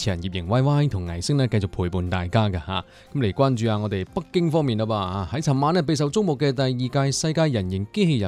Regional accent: Guangdong, China; 我作為一個廣東人

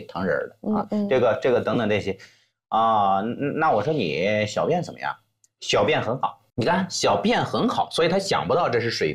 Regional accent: China; 那对于我们中国人而言的话呢，我们喜欢相对这个丰盛一点

